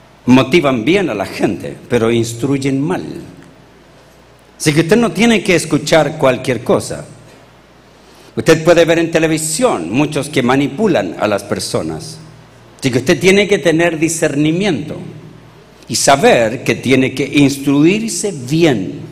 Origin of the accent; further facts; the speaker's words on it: Chile; lo que yo aprendí como chileno, o lo que yo aprendí con el paso del tiempo.